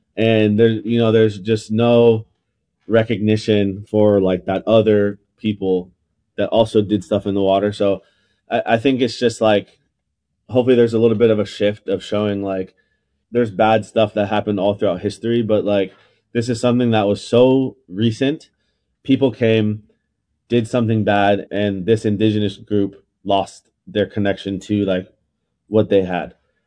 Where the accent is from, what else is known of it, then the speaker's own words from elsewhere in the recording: Waianae, Hawaii, United States; So I think growing up in Waianae, out of all the islands, obviously biased, but it's like probably one of the best places to be.